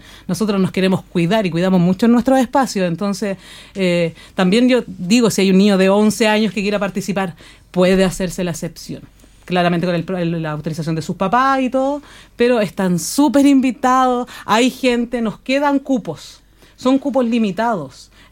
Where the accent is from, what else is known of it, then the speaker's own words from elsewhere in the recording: Malloa, O'Higgins, Chile; Somos gente de Malloa